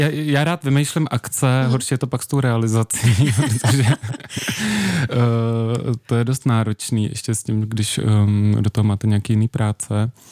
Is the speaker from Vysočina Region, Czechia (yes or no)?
yes; Jihlava, Vysočina Region, Czechia; now in Prague, Czech Republic; já jsem původem z Jihlavy, když žiju v Praze a v Jihlavě jsem tu kulturu dělal, jakoby, nebo dělám nepřetržitě od nějakých svých 14 let